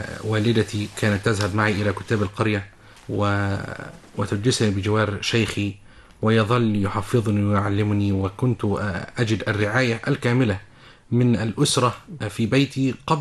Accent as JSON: {"language": "Arabic", "town": "Faqous", "region": "Sharqia Governorate", "country": "Egypt", "said": "من مركز فاؤوس محافظة الشرقية."}